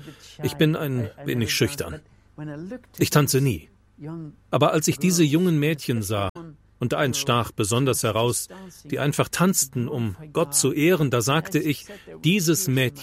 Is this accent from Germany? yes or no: no; Norway; Wir in Norwegen